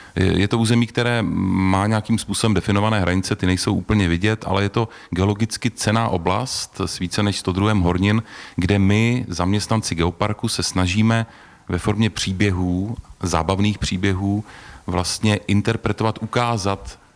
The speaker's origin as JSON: {"language": "Czech", "town": "Chrudim", "region": "Pardubice Region", "country": "Czechia", "said": "Já jsem z Chrudimi"}